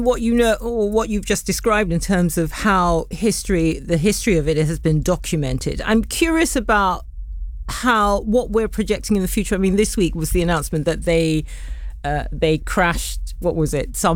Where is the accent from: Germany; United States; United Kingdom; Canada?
United Kingdom; London; It's just one of those places you, as a Londoner, you can almost forget how special it is.